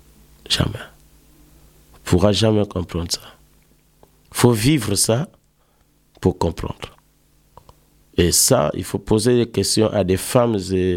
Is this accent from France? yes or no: yes; Normandy, France; C'est comme ça que je me vois, quoi. Je suis un Normand noir.